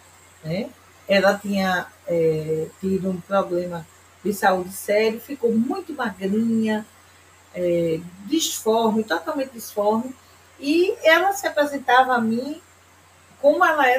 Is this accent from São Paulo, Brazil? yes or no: no; Pernambuco, Brazil; Nós somos de Pernambuco.